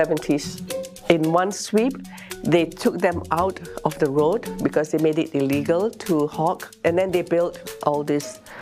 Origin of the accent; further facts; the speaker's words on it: Katong, Singapore; In the 60s, when I was growing up in Kachong, we had a whole parade of street vendors, and they came in all forms of transportation.